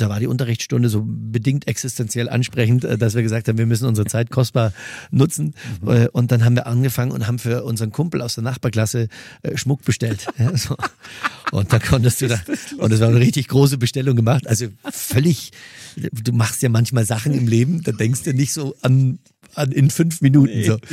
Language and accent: German; Mühldorf am Inn, Bavaria, Germany; ich habe evangelische Wurzeln und ich komme aus Mühldorf am Inn, da waren wir ganz, ganz in der Unterzahl